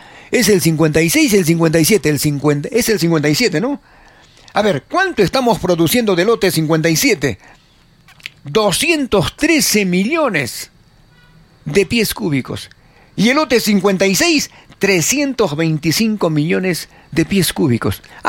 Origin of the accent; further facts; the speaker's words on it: Peru; nuestro gas, el gas de todos los peruanos